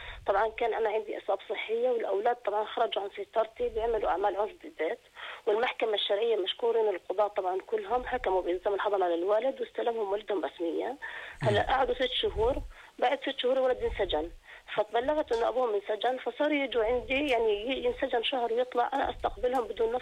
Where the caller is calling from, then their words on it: Jordan; انا ست اردنيه